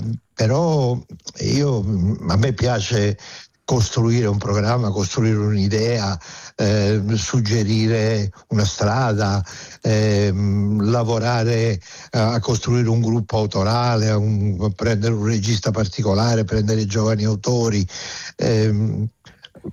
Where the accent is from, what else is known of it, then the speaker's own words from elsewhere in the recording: Calabria, Italy; perché poi sono un calabrese, lo sai, i calabresi, poi sono un calabrese salesiano.